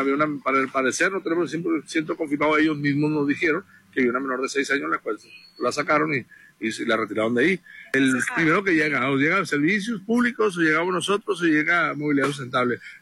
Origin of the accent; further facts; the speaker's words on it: Guasave, Sinaloa, Mexico; somos de Guasave